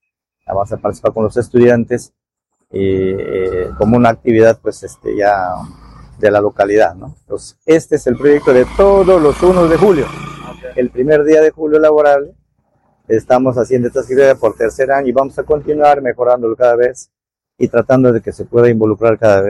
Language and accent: Spanish; Peru; sentirnos orgullosos de que somos peruanos.